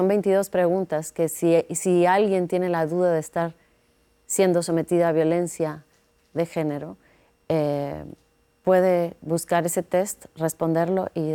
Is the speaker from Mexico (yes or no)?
yes; Mexico; Y siendo mexicana, no tenemos, para nosotros es, creo, mucho más fácil. Nosotros no tenemos dudas respecto a eso.